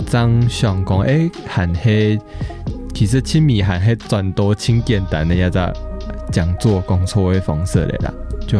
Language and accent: Chinese; Taiwan; 我就是台湾的客家人